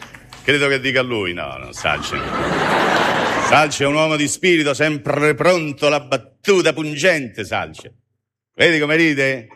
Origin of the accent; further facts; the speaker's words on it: Rome, Lazio, Italy; Io sono romano